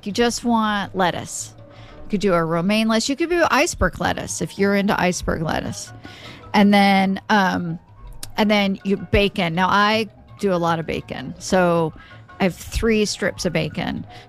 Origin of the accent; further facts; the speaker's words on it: Oklahoma, United States; now in New Jersey, United States; growing up in Oklahoma, I ate BLTs, I love BLTs, but I did not really know what a real BLT was until I moved to Jersey